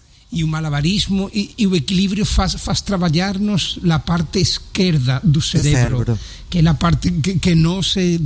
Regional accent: Cádiz, Andalusia, Spain; Portuguese is a second language; now in Portugal; Sou de Andaluzia, sou de Espanha, mas é um facto que já levo mais tempo a morar em Portugal que na Espanha.

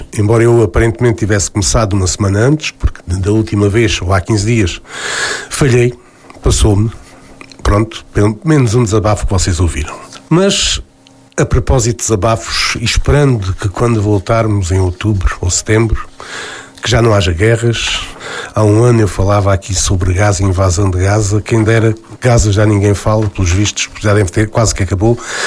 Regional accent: Portalegre, Alentejo, Portugal; Nós, que em Porto Alegre, somos de Porto Alegre

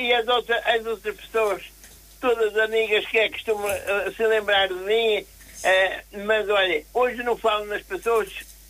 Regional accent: Viana do Castelo, Norte, Portugal; now in Barcelos, Portugal; Viana do Castelo, que não é tudo Portugal, e então ele não aceita, eu tenho que ir para a minha terra

